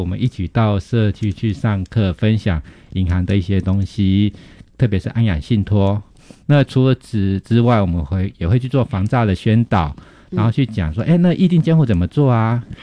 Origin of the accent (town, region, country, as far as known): Taiwan